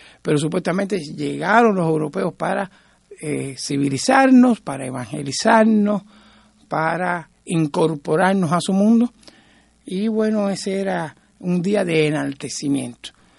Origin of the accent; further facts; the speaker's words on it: Cuba